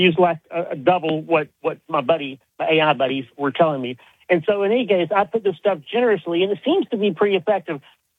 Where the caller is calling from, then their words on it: Plant City, Florida, United States; I'm in Plant City, and not that it makes a big difference, but I'm just a little east of the city limits. I can reach over the back of my fence because I'm west of that trailer park that's in the city limits.